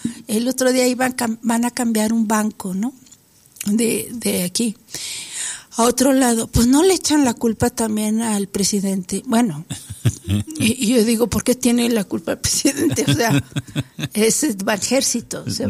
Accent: Mexico; cómo somos los mexicanos.

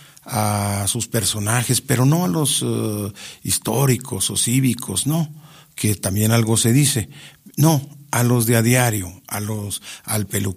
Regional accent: San Juan del Río, Querétaro, Mexico; moved away; Yo soy de allá, de San Juan del Río, pero además allá está toda mi familia, digamos, paterna.

